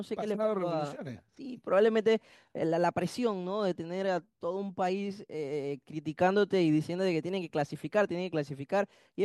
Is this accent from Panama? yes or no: yes; Panama; somos panameños